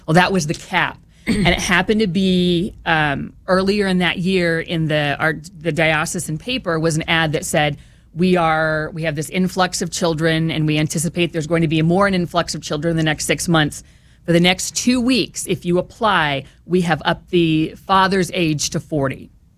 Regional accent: Hoopeston, Illinois, United States; So I grew up in St. Anthony's Parish.

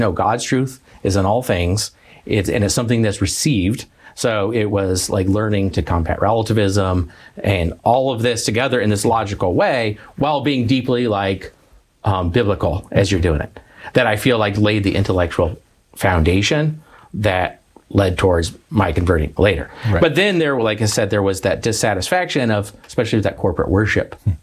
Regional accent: Tucson, Arizona, United States; also born or lived in Santa Barbara, United States; Yeah, I grew up in Tucson, Arizona.

